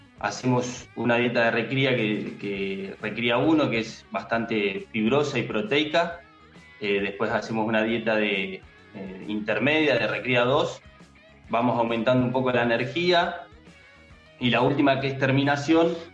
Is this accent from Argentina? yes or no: yes; Añelo, Neuquén, Argentina; Nosotros somos una familia de Añelo, una familia productora, chacarera. Mi abuelo, imagínate que compró el campo en el año 71, se lo compró a la provincia de Neuquén. Y bueno, a partir de allí que estamos instalados